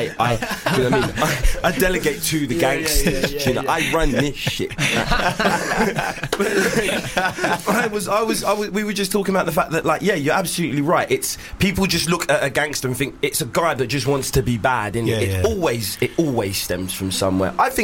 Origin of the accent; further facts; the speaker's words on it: Hackney, London, United Kingdom; Was born and raised in Hackney. Probably one of the few people you meet that can actually say that. but like, yeah, born and raised in Hackney